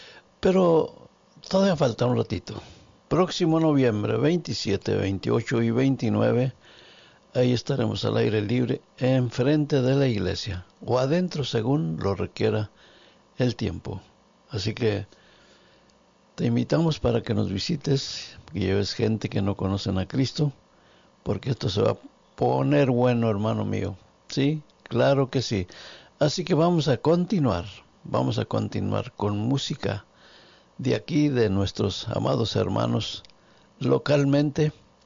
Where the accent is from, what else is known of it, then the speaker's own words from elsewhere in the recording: Norias del Refugio, San Luis Potosí, Mexico; now in San Antonio, United States; Un saludo a mi pueblo, Norias del Refugio, allá en San Luis Potosí.